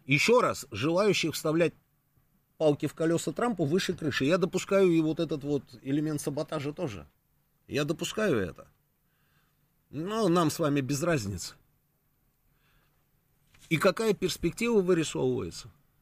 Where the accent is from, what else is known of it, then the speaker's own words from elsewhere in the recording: Moscow, Russia; А вы откуда, хлопцы? Я говорю, из Москвы. О, чую же говор.